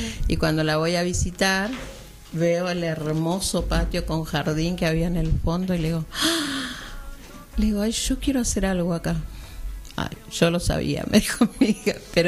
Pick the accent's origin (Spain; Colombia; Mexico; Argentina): Argentina; Corrientes; now in Boulogne, Argentina; Yo soy del Bajo, desde que vine de Corrientes, soy correntina. Siempre viví en Boulogne